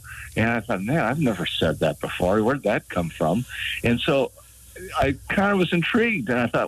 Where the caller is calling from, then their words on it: Fargo, North Dakota, United States; up in Fargo, North Dakota. Frosty Fargo.